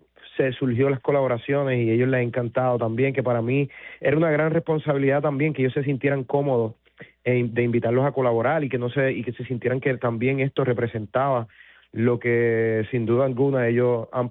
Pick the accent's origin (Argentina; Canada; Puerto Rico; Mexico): Puerto Rico; creciendo en Puerto Rico